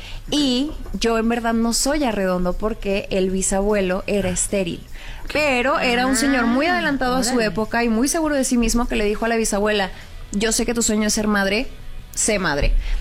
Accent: Chihuahua, Mexico; Todos somos de Chihuahua.

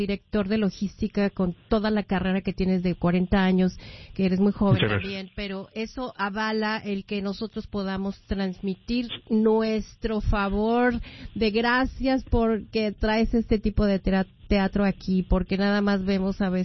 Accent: Mexico City, Mexico; yo soy de la Ciudad de México

